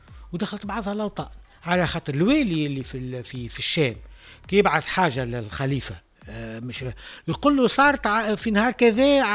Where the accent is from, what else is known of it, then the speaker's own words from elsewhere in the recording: Tunisia; اللي كان عندنا في تونس في شمال افريقيا